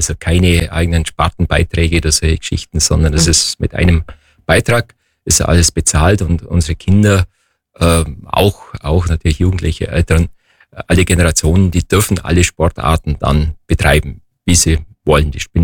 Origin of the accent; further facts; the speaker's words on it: Wilpoldsried, Bavaria, Germany; also born or lived in Weitnau; Das heißt, ich bin in Weidnau geboren und die ersten Jahre in Weidnau aufgewachsen und dann kamen wir wieder zurück. Mein Elternhaus war schon in Wilpolsried, mein Großvater war schon Schulleiter in Wilpolsried.